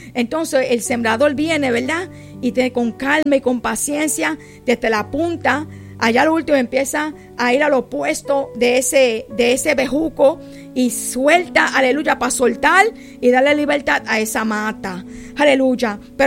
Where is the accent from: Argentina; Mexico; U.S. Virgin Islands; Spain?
U.S. Virgin Islands; Grove Place, St. Croix; Grove Place no es el Grove Place de ahora. Cuando yo nací en Grove Place, eso era un monte, un pastizar, aleluya, un montón de frutos en la joya, lo que nosotros llamamos la joya